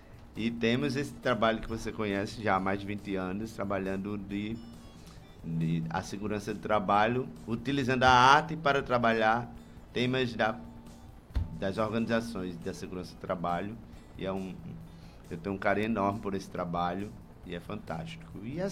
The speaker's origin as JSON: {"language": "Portuguese", "town": "João Pessoa", "region": "Paraíba", "country": "Brazil", "also_born_or_lived": "Santa Rita, Paraíba", "said": "eu sou de João Pessoa, mas também passei, morei aqui em Santa Rita. Sim. 5 anos."}